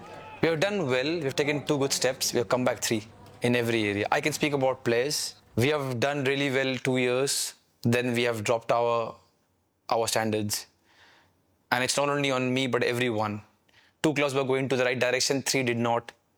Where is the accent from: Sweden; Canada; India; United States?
India; As an Indian